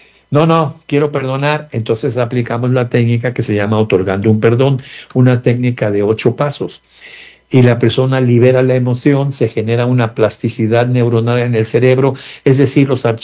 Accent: Mexico; en México le llamamos comida.

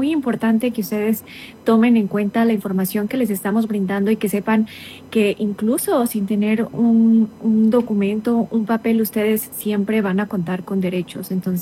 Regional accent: Mexico

